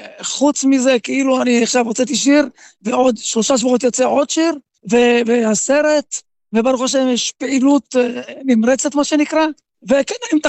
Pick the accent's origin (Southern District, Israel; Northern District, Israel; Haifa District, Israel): Southern District, Israel; Sderot; כל חיי הגעתי, נולדתי כאן, בקצב הזה נראה לי שגם אני אמות כאן.